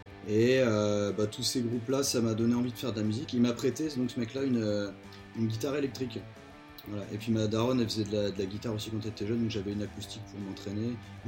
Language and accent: French; Fougères, Brittany, France; Moi je viens de Bretagne, donc d'une petite ville à côté de Rennes qui s'appelle Fougères.